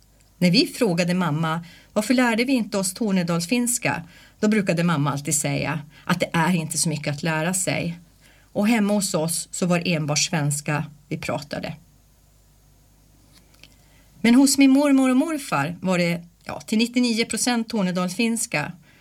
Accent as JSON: {"language": "Swedish", "town": "Kiruna", "region": "Norrbotten County", "country": "Sweden", "tie": "born there", "said": "Jag föddes på Kiruna lasarett mitt i natten genom ett akut kejsarsnitt."}